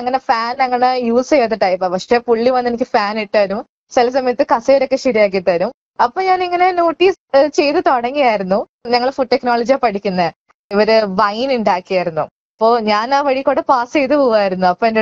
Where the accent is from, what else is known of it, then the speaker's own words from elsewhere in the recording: Ernakulam, Kerala, India; moved away as an adult; ഞാൻ ജനിച്ചത് വളർന്നല്ല എറണാകുളത്തായിരുന്നു.